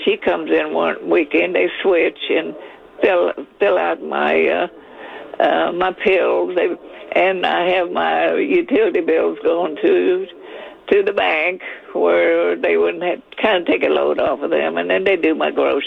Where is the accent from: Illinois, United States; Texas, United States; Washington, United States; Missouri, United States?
Texas, United States; Frelsburg; born there; I was born out in Freiburg, Texas. That's out in the country. And we didn't have a car until I was about 9 years old.